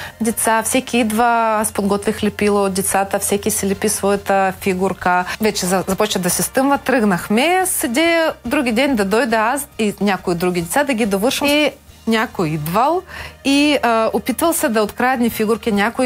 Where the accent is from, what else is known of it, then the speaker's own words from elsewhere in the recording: Poltava, Poltava Oblast, Ukraine; Bulgarian is a second language; moved away as an adult; now in Hisarya, Bulgaria; Преди 14 години пристигнах с влак. В принцип съм от град Полтава, който е голям като Пловдив.